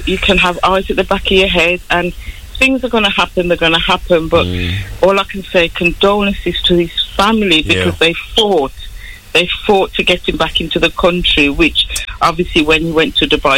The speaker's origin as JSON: {"language": "English", "region": "England", "country": "United Kingdom", "tie": "born there", "said": "I was born in England, but I don't think it agrees with me as I'm getting older."}